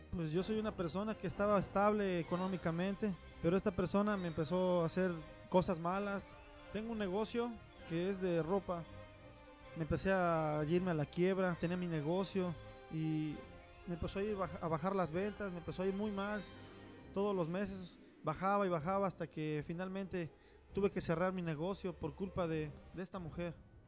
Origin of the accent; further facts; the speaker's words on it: Cancún, Quintana Roo, Mexico; Yo vengo de la ciudad de Cancún.